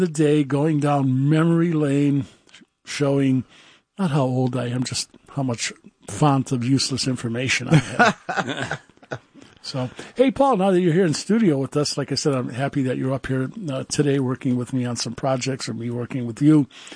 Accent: Cleveland, Ohio, United States; I said, I'm from Cleveland. I'm from a big city. This is only Columbus.

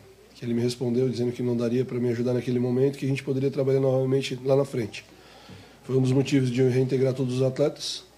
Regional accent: Tubarão, Santa Catarina, Brazil; Eu sou de Tubarão

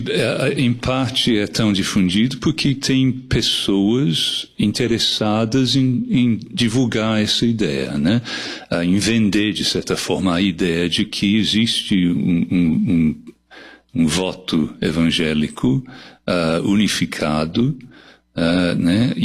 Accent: England, United Kingdom; Portuguese is a second language; now in Brazil; Eu nasci na Inglaterra, nascido e criado na Inglaterra, eu moro no Brasil desde 1976, então 50 anos.

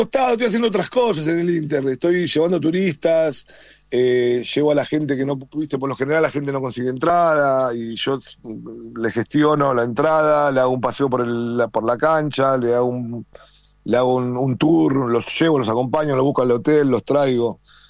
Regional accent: Buenos Aires, Argentina; Soy de Villa del Parque, oriundo de Capital, Villa del Parque, me quedé toda la vida ahí.

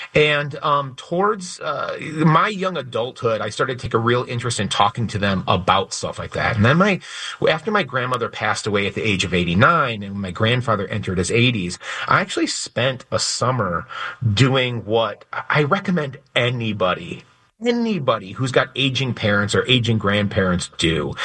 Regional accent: Canton, Michigan, United States; I grew up in Plymouth Canton and went to Plymouth Canton schools before I became a teacher in Northfield, Michigan.

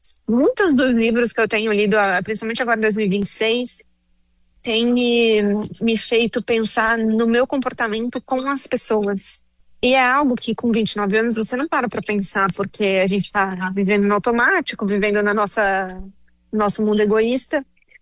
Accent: Brazil; eu acho que é preciso ler Laços de Família, da Clarice Lispector, porque somos brasileiros.

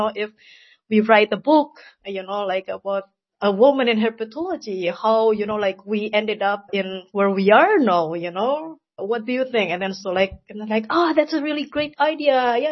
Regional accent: Indonesia; English is a second language; moved away as an adult; now in Hamburg, Germany; so I'm originally from Indonesia, but somehow I living in Germany. I've been 10 years living in Germany.

